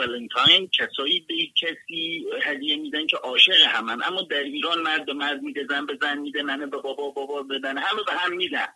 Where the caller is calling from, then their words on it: Las Vegas, Nevada, United States; تو شهر خودمون، تو همین لاس وگاس